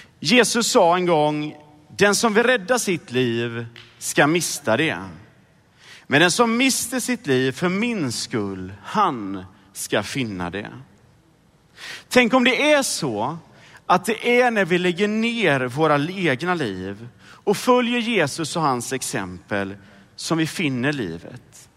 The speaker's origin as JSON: {"language": "Swedish", "town": "Sydkoster", "region": "Västra Götaland County", "country": "Sweden", "tie": "born or raised there", "said": "Jag skulle ha ansvar för mejeriavdelningen hemma på Sydkoster på affären."}